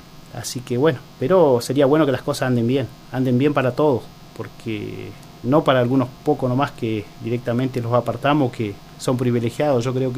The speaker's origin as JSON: {"language": "Spanish", "country": "Argentina"}